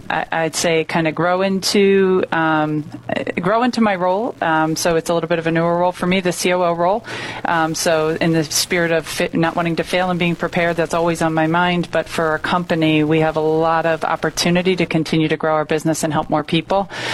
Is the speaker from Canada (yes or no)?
no; Springfield, Pennsylvania, United States; I'm from Springfield, Delaware County. I'm one of three, and I'm in the middle, older sister, younger brother.